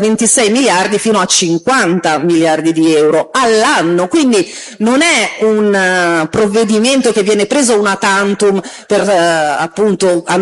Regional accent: Milan, Lombardy, Italy; io vengo da Milano, che è la capitale della disuguaglianza.

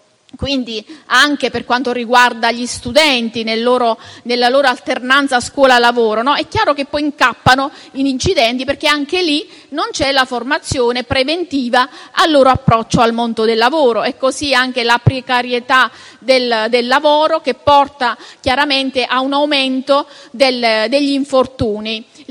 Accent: Borgo Mezzanone, Apulia, Italy; io vengo dal territorio del Borgo Mezzanone, quindi viviamo nel pieno di questo

